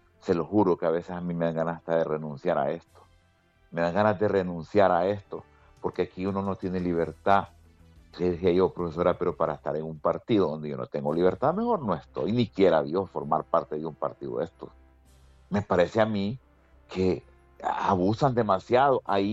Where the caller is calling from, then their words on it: Honduras; Y yo le voy a decir una cosa es que yo esté molesto como hondureño con algunas actitudes del gobierno